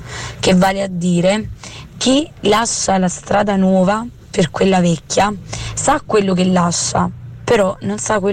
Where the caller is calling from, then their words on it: Campania, Italy; dalla provincia di Benevento.